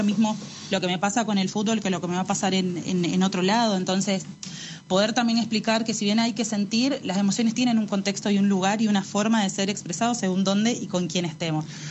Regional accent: Argentina; de que nos podemos volver a unir como argentinos, que podemos sentir orgullo de estar acá

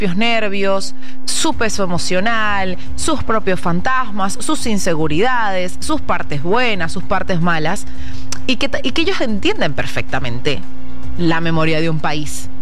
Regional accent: Venezuela; siendo venezolana.

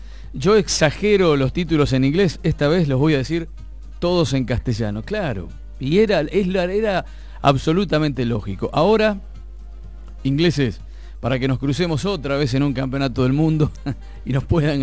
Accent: Argentina; Ya estamos como buenos argentinos agrandados.

